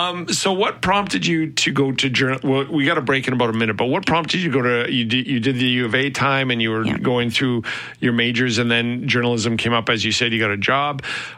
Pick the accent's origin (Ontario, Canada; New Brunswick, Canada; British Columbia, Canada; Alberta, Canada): Alberta, Canada; Lethbridge; I grew up in Lethbridge in the 80s, and so I detested the Oilers. But my whole family were Oilers fans.